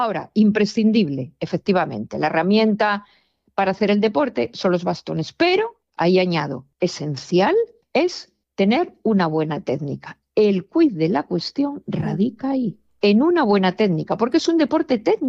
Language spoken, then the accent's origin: Spanish; Spain; pero como española mayor de 70, solamente yo.